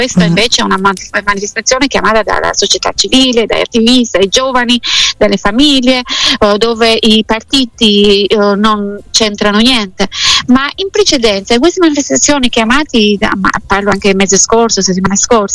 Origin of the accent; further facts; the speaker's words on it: Tirana, Tirana County, Albania; Italian is a second language; Io sono molto critica perché amo il mio paese